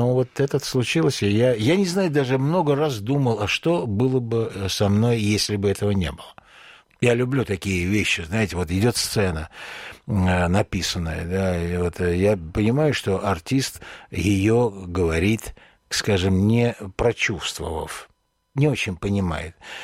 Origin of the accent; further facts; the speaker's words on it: Baku, Azerbaijan; accent: Baku; now in Moscow, Russia; я ведь из Баку приехал. И все, что я знал о культуре в Москве, было на мне, начиная от кремпленового костюма.